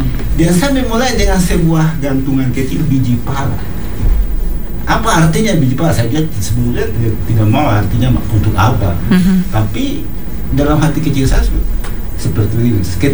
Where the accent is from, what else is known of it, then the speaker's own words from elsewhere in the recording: Fakfak, West Papua, Indonesia; kita di Fakfak ini